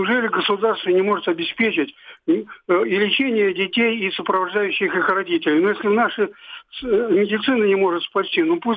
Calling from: Saint Petersburg, Russia; я из Ленинграда

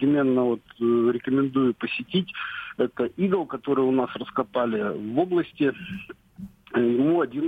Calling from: Yekaterinburg, Sverdlovsk Oblast, Russia; я из Екатеринбурга. Приветствую, Стас, я на Уральской земле.

